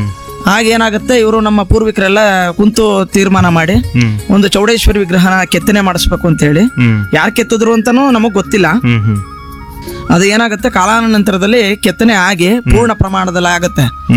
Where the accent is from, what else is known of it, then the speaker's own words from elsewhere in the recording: Sargur, Karnataka, India; ನಾವು ಸಂತೆ ಸರಗೂರು ನಿವಾಸಿಗಳು, 10ನೇ ವಾರ್ಡು, ತೊಗಟವೀರ ಸಮಾಜ.